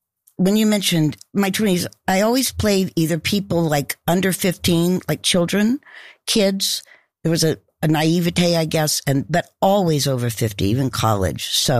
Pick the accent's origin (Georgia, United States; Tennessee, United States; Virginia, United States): Tennessee, United States; Knoxville; I grew up doing theater as a kid. The university in my hometown, Knoxville, had a really fabulous theater program.